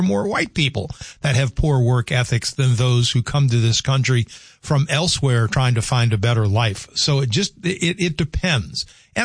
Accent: New Orleans, Louisiana, United States; I grew up in New Orleans.

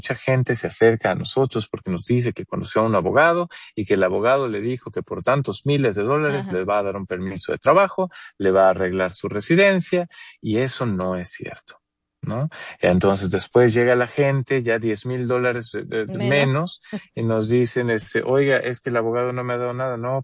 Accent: Mexico; moved away

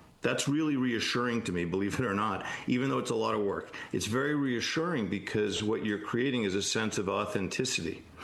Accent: Newburyport, Massachusetts, United States; Happens to be my hometown, Newburyport, Mass.

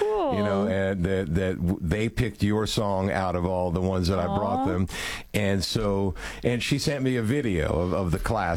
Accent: Florida, United States; I'm from Florida.

